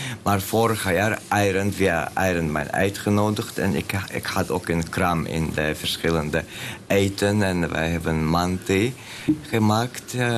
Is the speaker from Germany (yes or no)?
no; Chechnya, Russia; Dutch is a second language; moved away as an adult; now in Sunbrul, Netherlands; Ja, ik kom uit Tsjetsjenië. Ik woon in Zonbrul bijna 8 jaar.